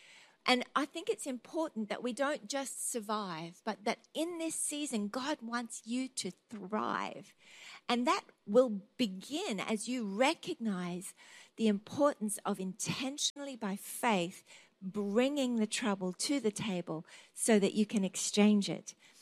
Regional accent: Australia; I'm an Australian, by the way.

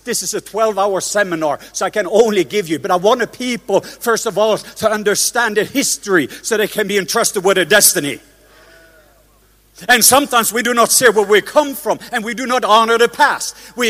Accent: Norway; moved away; he's actually going to go to Norway on Wednesday to my home country.

